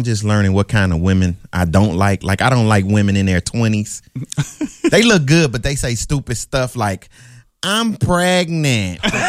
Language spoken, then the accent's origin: English; Chicago, Illinois, United States; I'm from Chicago.